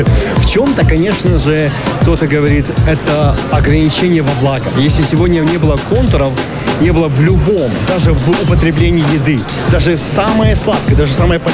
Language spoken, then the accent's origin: Russian; Moscow, Russia; Я из Москвы.